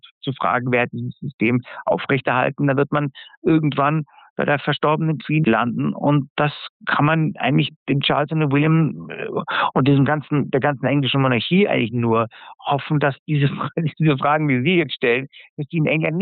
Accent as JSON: {"language": "German", "country": "Germany", "said": "weil ich Deutscher bin."}